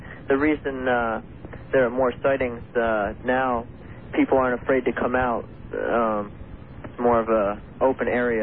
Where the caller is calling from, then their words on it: Columbia, Missouri, United States; Yes, I'm calling from Columbia, Missouri. I'm a 16-year-old science student here